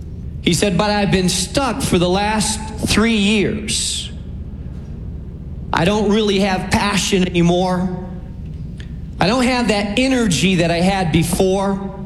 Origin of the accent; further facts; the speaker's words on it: Chicago, Illinois, United States; I mean, we're from Chicago, so we've all experienced in the middle of a bad winter how your car gets stuck in an alley or in a parking space